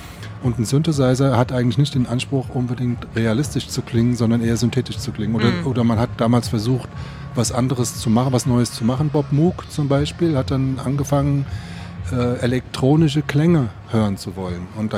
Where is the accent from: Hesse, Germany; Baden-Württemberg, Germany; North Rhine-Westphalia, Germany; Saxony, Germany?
Hesse, Germany; Frankfurt; Ich bin ja aus Frankfurt